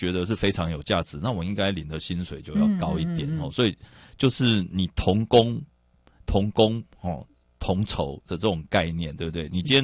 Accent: Taiwan; 就好像穷忙已经快变成我们台湾人的 DNA 了。

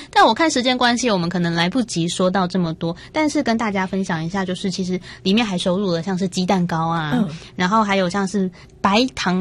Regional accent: Taipei, Taiwan; 我是台北人啊，到底我们台北有什么可以值得说嘴的地方呢？

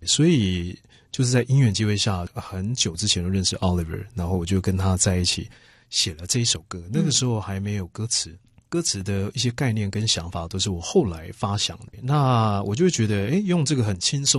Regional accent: Kaohsiung, Taiwan; 我是客家人，对，所以不管是客语的啦，还是台语，因为我是高雄小孩嘛，所以基本上我台语也算蛮练登的

